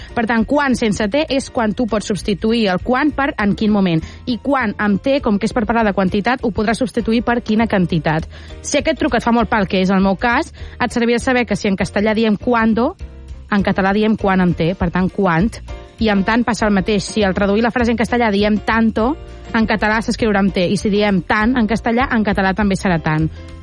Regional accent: Lleida, Catalonia, Spain; jo sóc de Lleida i ho pronuncio tot igual.

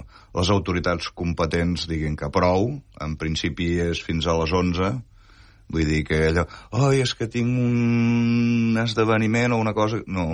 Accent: Catalonia, Spain; també som catalans, estem a Catalunya

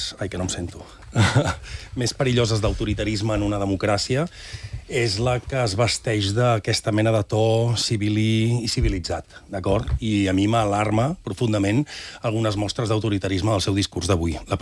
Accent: Catalonia, Spain; Sí, jo soc un ciutadà de Catalunya.

